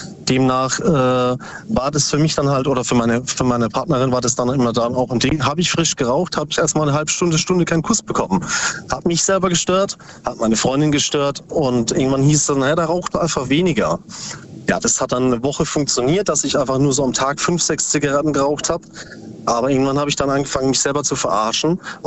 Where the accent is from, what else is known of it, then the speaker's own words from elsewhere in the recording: Bruchsal, Baden-Württemberg, Germany; Aus Ubstadt Weiher, nee, Bruchsal.